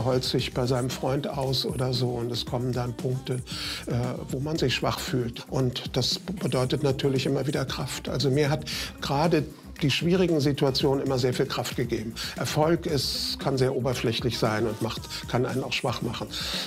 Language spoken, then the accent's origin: German; Berlin, Germany; born there; also born or lived in Latvia; dass ich bin ja im Gefängnis geboren und bin dann in ein Krankenhaus gekommen, wo dann meine zweiten Eltern mich sozusagen geklaut haben am Ende des Krieges in Lettland und haben mich nach Berlin gebracht